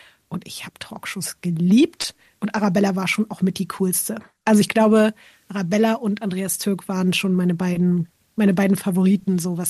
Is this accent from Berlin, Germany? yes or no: yes; Berlin, Germany; ich bin in Prenzlauer Berg in Berlin groß geworden, wo es halt noch so riesengroße Hinterhöfe gab, wo nichts bebaut war